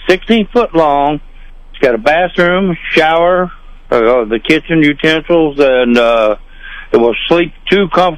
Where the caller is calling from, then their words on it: Slater, Missouri, United States; I'm from Slater